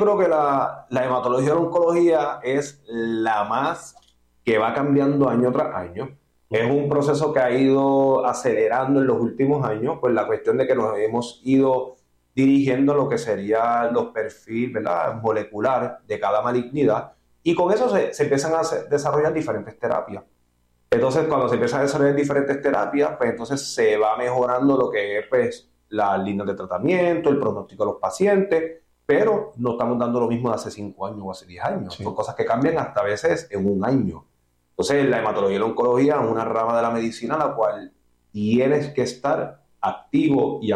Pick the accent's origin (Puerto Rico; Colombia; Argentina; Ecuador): Puerto Rico; Esto es como costumbre boricua.